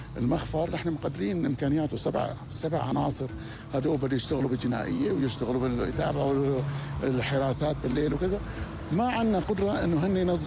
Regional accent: Deir Atiyah, Rif Dimashq, Syria; يميز بلدتنا لحنا أو مدينتنا، هو الحالة المجتمعية

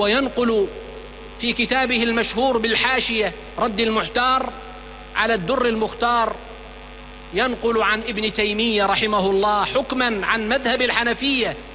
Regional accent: Syria; ونحن نبني بلدنا سوريا الجديدة

